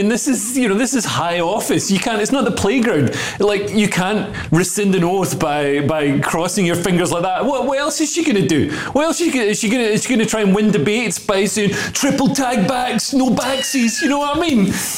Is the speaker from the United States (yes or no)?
no; Scotland, United Kingdom; born there; accent: Scottish; my mum's English. So even though I was born in Scotland, I sound Scottish, I act Scottish